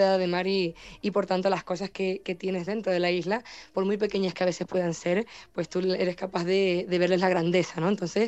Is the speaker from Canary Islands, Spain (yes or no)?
yes; La Palma, Canary Islands, Spain